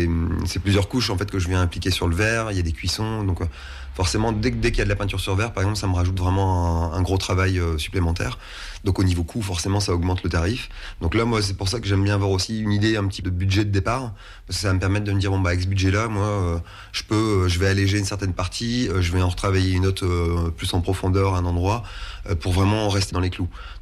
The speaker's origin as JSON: {"language": "French", "region": "Hauts-de-France", "country": "France", "said": "Là, c'était beaucoup plus proche de chez moi parce que je suis à la base, je suis du Nord."}